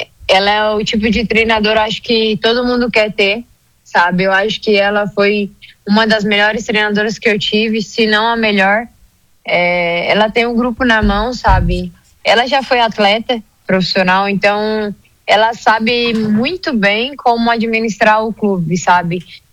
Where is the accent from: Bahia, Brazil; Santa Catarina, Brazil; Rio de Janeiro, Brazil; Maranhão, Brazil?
Santa Catarina, Brazil; Rio Fortuna; moved away as an adult; now in Goiás, Brazil; Não, eu moro próximo. Eu sou de Rio Fortuna, mas eu moro ali em Laguna, sabe?